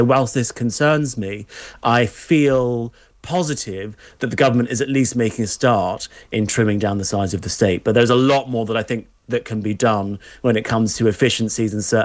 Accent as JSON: {"language": "English", "region": "London", "country": "United Kingdom", "tie": "born or raised there", "said": "when I was younger, I grew up quite near Kew Gardens, and we used to go to Kew Gardens quite a lot."}